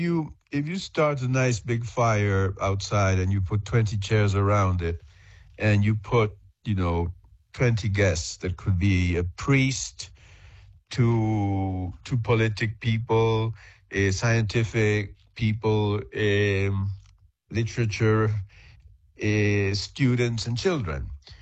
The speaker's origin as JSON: {"language": "English", "region": "Patagonia", "country": "Argentina", "tie": "born or raised there", "also_born_or_lived": "Paris", "moved": "as an adult", "said": "I was born in Argentina and I was raised in Patagonia."}